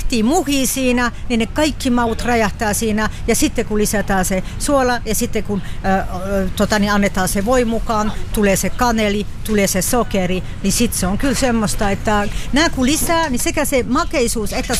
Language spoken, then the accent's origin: Finnish; France; Finnish is a second language; now in Finland; toki mä en ole syntynyt täällä, mä oon Ranskasta kotoisin